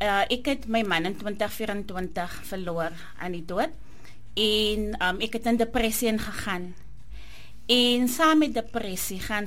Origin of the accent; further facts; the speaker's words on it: Oudtshoorn, Western Cape, South Africa; Goeiemiddag aan alle luisteraars … van Oudtshoorn.